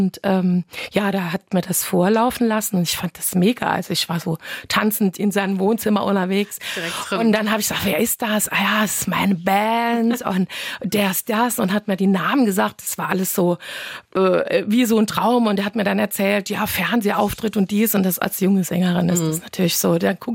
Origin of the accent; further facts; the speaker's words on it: Saarland, Germany; Deswegen sage ich es als Saarländerin mal auf platt.